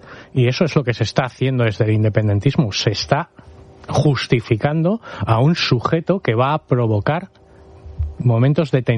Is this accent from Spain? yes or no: yes; Spain; que no terminemos siendo todos los españoles quienes pagamos la seguridad cuando enviamos a Policía Nacional o a Guardia Civil a dar seguridad a este tipo de eventos